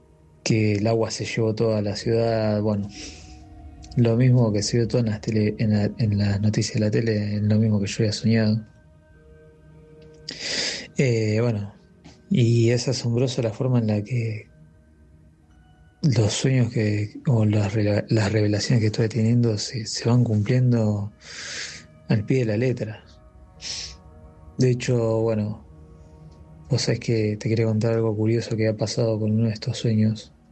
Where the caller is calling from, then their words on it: Rosario, Santa Fe, Argentina; de Rosario.